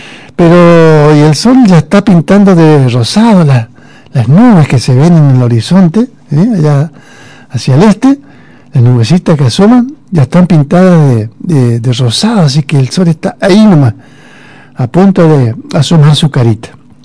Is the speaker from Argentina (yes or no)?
yes; Argentina